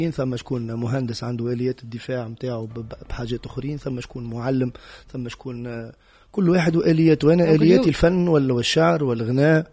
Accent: Tunisia; انا مواطن، مواطن تونسي، مواطن تونسي

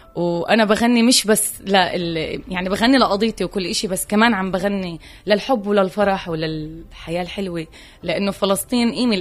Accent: Palestine; كل فخر أنه أنا فلسطيني، يعني نيال الفلسطيني،

